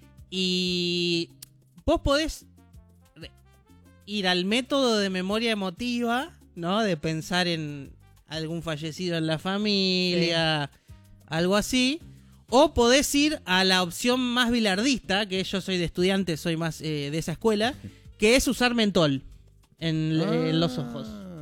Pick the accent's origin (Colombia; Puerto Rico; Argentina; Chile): Argentina; La Plata, Buenos Aires Province; Yo soy de La Plata